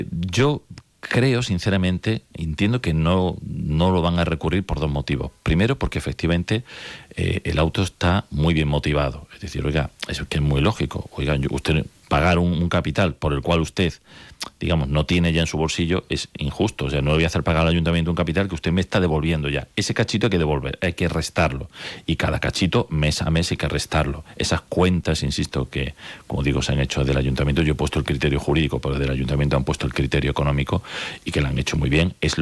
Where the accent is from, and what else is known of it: Córdoba, Andalusia, Spain